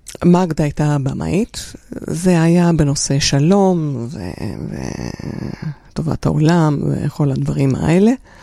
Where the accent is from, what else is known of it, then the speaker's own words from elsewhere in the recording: Romania; moved away as an adult; now in Israel; אני באתי מרומניה, ואת התיכון למדתי שם. והייתי תלמידה יחידה, יהודיה יחידה, בין 1,200 תלמידות.